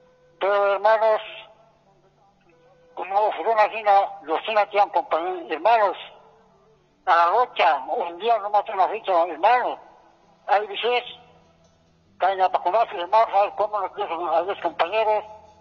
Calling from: Cochabamba, Bolivia; estoy llamando desde Cochabamba.

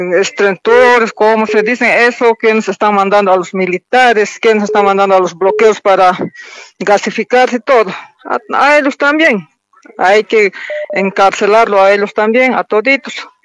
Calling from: Punata, Cochabamba, Bolivia; Como punateña aquí.

